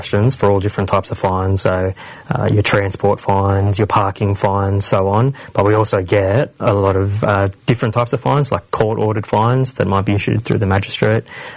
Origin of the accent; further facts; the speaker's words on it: Sydney, New South Wales, Australia; I was born and raised in Western Sydney.